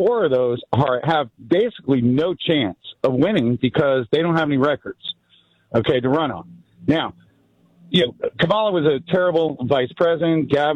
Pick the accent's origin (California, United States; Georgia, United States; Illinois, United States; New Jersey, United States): Georgia, United States; Atlanta; But here, I'm from Atlanta, and I can tell you that John Ossoff has not done anything for the state of Georgia.